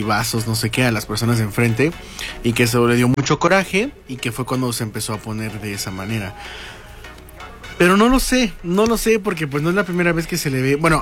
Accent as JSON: {"language": "Spanish", "country": "Mexico", "said": "somos mexicanos"}